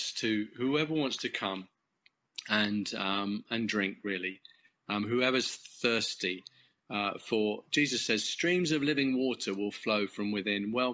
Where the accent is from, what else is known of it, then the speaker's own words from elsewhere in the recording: England, United Kingdom; Of this, there are about 300 people there, and I'm English.